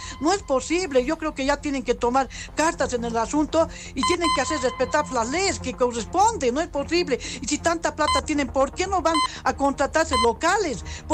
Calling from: La Paz, Bolivia; aquí de la ciudad de La Paz y todo el departamento y todo el país

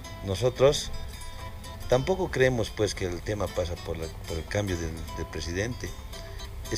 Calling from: Bolivia

